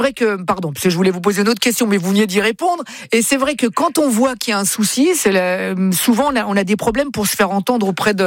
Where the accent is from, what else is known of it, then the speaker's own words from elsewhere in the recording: Italy; mais ça, c'est les Italiens, ça, et je suis italien, moi, donc bon, voilà, parfois, même entre nous, allez.